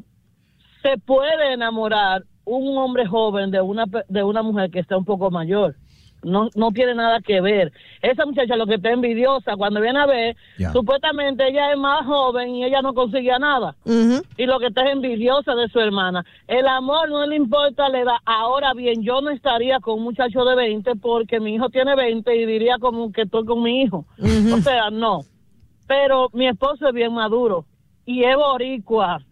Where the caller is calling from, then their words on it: Dominican Republic; Yo tengo 44 y ya tenemos 2 años casados. Le puedo decir, yo soy dominicana.